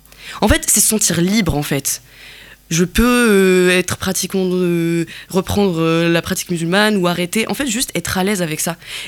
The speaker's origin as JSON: {"language": "French", "region": "Kabylie", "country": "Algeria", "tie": "born or raised there", "moved": "yes", "said": "je suis kabyle, j'ai grandi en Algérie, et je suis amazigh, comme je suis kabyle, et aussi, j'ai vécu la migration"}